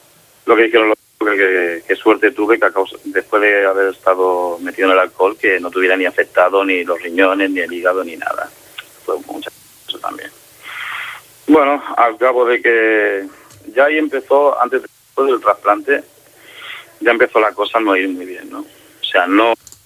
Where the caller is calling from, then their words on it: Barcelona, Catalonia, Spain; yo soy de aquí de Barcelona, ¿no? O sea, tengo la casa de mi madre